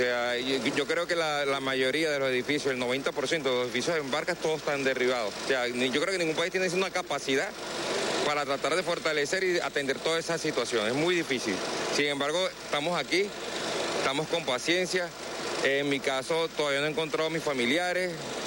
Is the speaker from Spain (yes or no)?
no; Venezuela; Aquí hay que tener más conciencia como venezolanos.